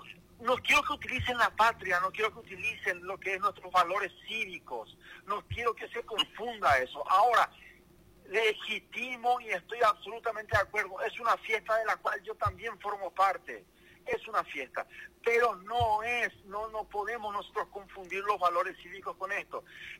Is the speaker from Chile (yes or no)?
no; Paraguay; Yo no puedo yo permitir como paraguayo